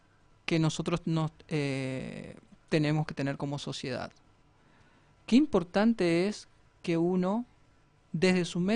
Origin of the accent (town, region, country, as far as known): Argentina